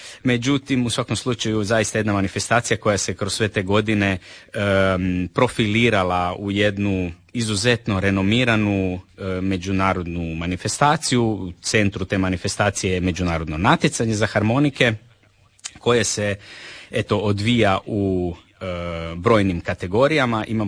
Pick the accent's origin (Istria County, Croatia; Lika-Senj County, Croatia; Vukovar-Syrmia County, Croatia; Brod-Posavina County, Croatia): Istria County, Croatia; mi to najbolje znamo kod nas u Istri